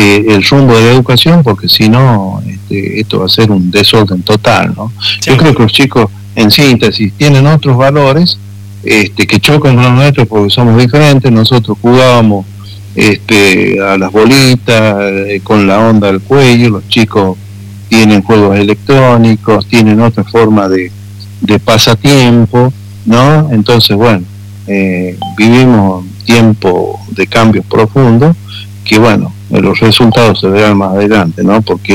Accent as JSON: {"language": "Spanish", "region": "La Rioja", "country": "Argentina", "said": "nosotros lamentablemente, como riojanos, no enseñamos nuestra historia."}